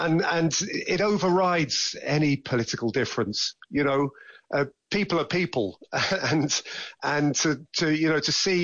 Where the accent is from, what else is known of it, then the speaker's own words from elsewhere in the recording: England, United Kingdom; as an English man